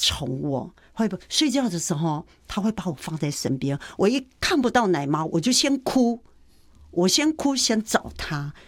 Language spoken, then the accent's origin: Chinese; Taoyuan, Taiwan; also born or lived in Zhongli; 那么我很小我就离开妈妈的家乡，也可以说我出生的地方，我就到了桃园居住。所以应该说我真正的成长地方是在桃园，最后的时候可以算是在中立那一边。